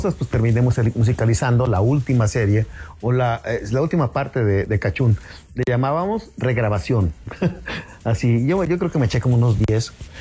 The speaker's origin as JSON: {"language": "Spanish", "town": "Torreón", "region": "Coahuila", "country": "Mexico", "moved": "as an adult", "lives_now": "Mexico City, Mexico", "said": "Cuando llegué de Torreón. Yo soy de Torreón, llegué sin conocer a nadie"}